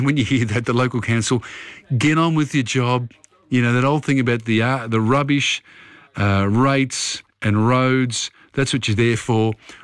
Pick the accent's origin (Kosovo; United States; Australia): Australia; Yes, we're Australian